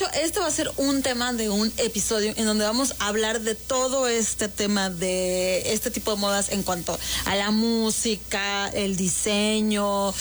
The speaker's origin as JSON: {"language": "Spanish", "region": "Mexico City", "country": "Mexico", "moved": "yes", "lives_now": "Yucatán, Mexico", "said": "Yo que soy chilanga"}